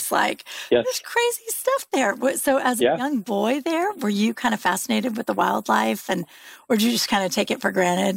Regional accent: California, United States; now in Austin, United States; because I grew up in California

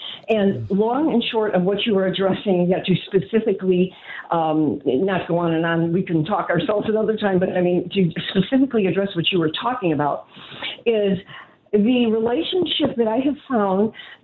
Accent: Chicago, Illinois, United States; when I grew up in Chicago with all this trauma

